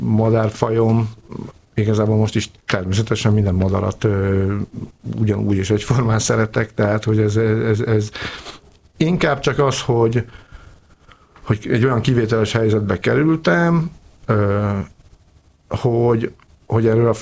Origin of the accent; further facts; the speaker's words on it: Budapest, Hungary; én 16. kerületben nőttem föl, akkor az még egy kis szinte falu volt